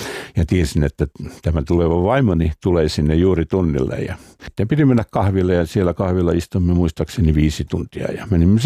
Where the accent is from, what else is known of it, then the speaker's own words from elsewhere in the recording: Salo, Southwest Finland, Finland; jota mä kuuntelin jo pikkupoikana Salossa